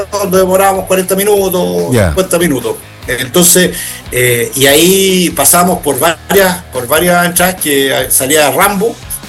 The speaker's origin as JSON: {"language": "Spanish", "country": "Chile", "said": "somos periodistas chilenos"}